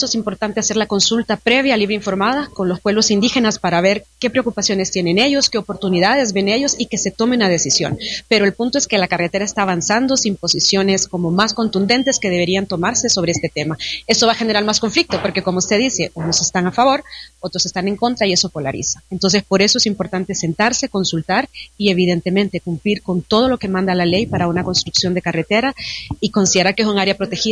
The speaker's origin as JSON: {"language": "Spanish", "country": "Honduras", "said": "puedo hablar como hondureña"}